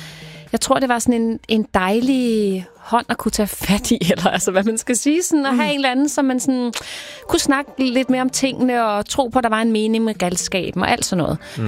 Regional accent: Skovshoved, Capital Region of Denmark, Denmark; Jeg kunne godt lide at gå jeg voksede op i Skovshoved. Jeg kunne godt lide at gå i Skovshoved Kirke.

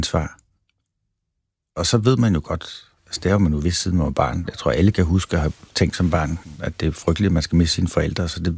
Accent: Valby, Capital Region of Denmark, Denmark; vi havde sådan en plads i Valby, faktisk lige over for spinderiet, hvor jeg voksede op.

